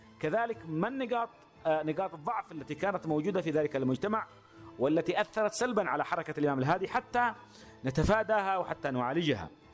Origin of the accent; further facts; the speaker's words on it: Yemen; وهذا ما يحتم علينا كيمنيين أن نعود إليه لندرسه باعتباره تراثا